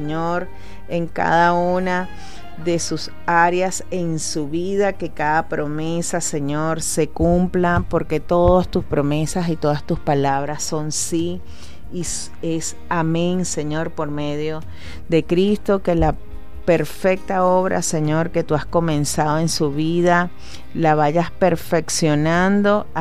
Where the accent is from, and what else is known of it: Venezuela